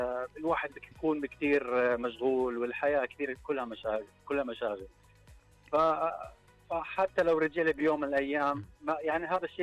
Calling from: Riyadh, Riyadh Province, Saudi Arabia; والله انا بكلمك من الرياض.

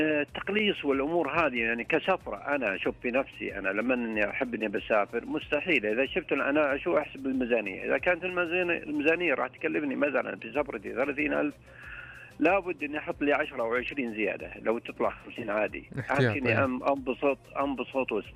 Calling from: Saudi Arabia; والله من حول الرياض، أنا بين منطقة القصيم والرياض.

